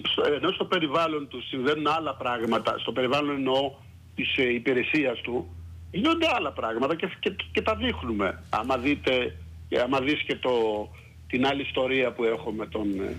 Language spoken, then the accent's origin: Greek; Patras, Western Greece, Greece; born there; εγώ δεν έκατσα πολύ στο χωριό μου. Εγώ στο χωριό δεν έκατσα. Εγώ πολύ νέος πήγα, πολύ, δηλαδή στα 10 χρονών πήγα στην Πάτρα.